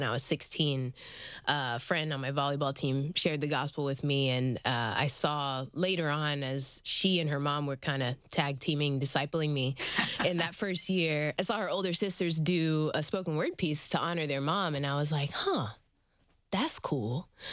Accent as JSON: {"language": "English", "town": "Manila", "region": "Metro Manila", "country": "Philippines", "tie": "born there", "said": "So 1989, I was born in Manila, the Philippines. My mom is half Filipina, half Puerto Rican. My dad's Jamaican, and I have an older sister."}